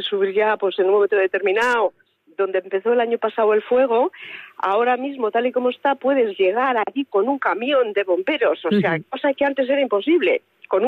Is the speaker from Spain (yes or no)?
yes; Zamora, Castile and León, Spain; Si nosotros somos de Zamora, pues porque nos tienen, porque tampoco es cuestión de que nos releguen a que nos tengamos que ir